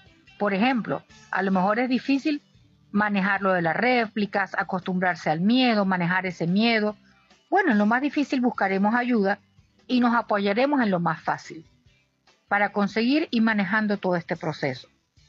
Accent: Venezuela; como colectividad venezolana, y hasta mundial, porque estamos en muchas partes del mundo

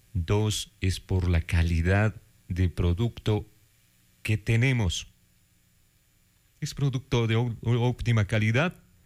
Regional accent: Ecuador

